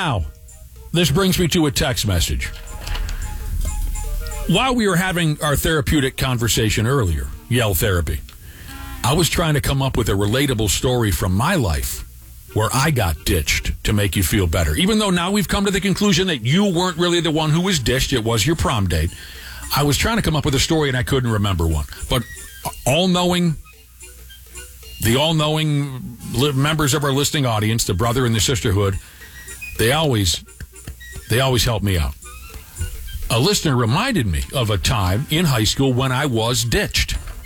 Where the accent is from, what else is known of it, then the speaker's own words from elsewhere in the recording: Minnesota, United States; So you Minneapolis kids drove into my hometown.